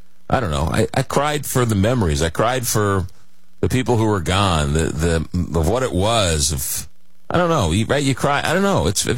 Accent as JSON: {"language": "English", "region": "New York", "country": "United States", "tie": "born or raised there"}